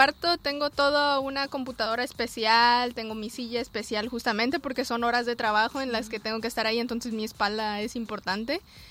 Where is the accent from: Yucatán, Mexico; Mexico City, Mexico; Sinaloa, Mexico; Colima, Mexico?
Colima, Mexico; born there; also born or lived in Argentina; actualmente tengo 21 años, yo nací aquí en Colima, orgullosa colimense.